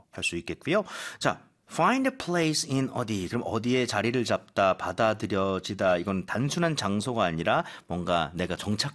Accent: Goseong, South Gyeongsang, South Korea; 어머, 저희 고향입니다. 경남 고성.

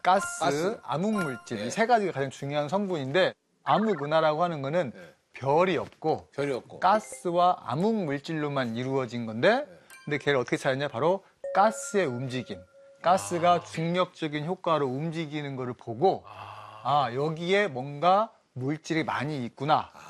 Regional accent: Okgu, North Jeolla, South Korea; 제 고향이 이제 전라북도 옥구군 대하면 복교리거든요.

